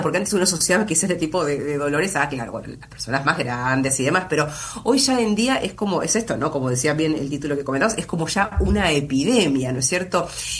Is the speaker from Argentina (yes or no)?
yes; Argentina